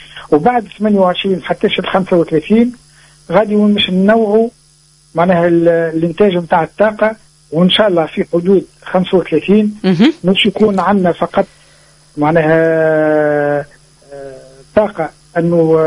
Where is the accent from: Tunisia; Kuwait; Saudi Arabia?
Tunisia; اللي عندنا في تونس